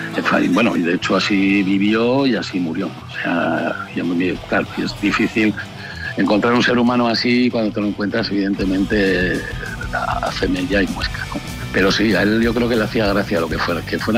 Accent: Navarre, Spain; born there; also born or lived in Andalusia; yo he crecido siendo navarro de nacimiento y andaluz de formación. O sea, yo mi carácter es andaluz

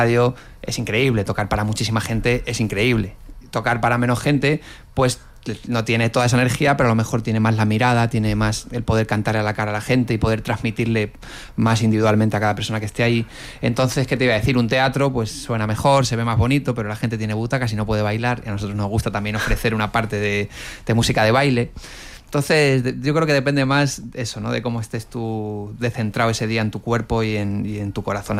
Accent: Canary Islands, Spain; Yo como canario te digo la chola.

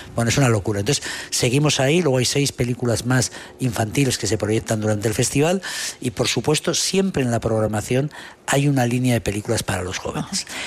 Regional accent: Basque Country, Spain; me siento español, me siento vasco, me siento español, me siento europeo y me siento iberoamericano.

